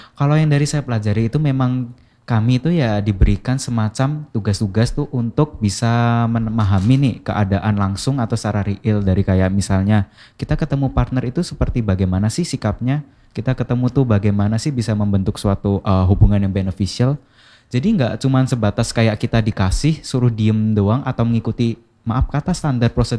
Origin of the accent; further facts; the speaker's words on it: Surakarta, Central Java, Indonesia; saya dari Solo.